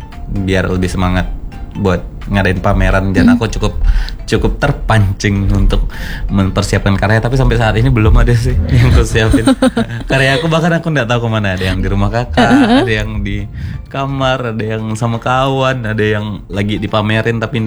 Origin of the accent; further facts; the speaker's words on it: West Kalimantan, Indonesia; cerita atau tuturan dari daerahku tentang sejarah padi turun ke bumi dalam versi Dayak Kenayan